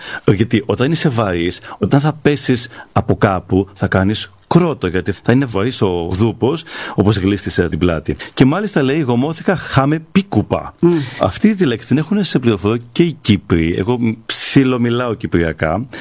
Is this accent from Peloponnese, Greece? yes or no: yes; Peloponnese, Greece; Εμείς στην Αρκαδία το σκέφτομαι πολλές φορές. Το λέμε σκεύομαι.